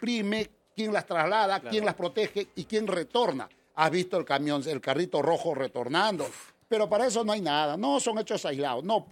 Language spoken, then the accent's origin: Spanish; Nazca, Ica, Peru; moved away as an adult; Yo tengo 55 años, yo soy de Nazca, de Ica. Llegué a Lima con muchas ilusiones el 3 de enero del año 1989.